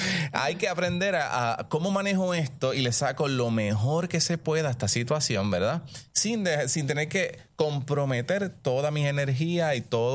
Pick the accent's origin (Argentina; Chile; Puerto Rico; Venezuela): Puerto Rico; San Sebastián; allá de donde soy, de San Sebastián